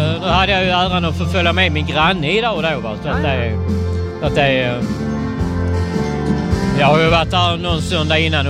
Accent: Bara, Skåne, Sweden; Alltså jag bodde ju i Svedala kommun när jag växte upp i Bara.

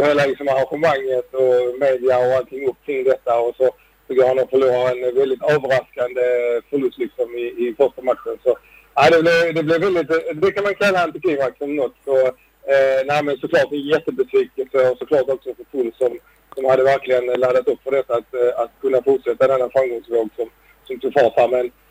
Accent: Sweden

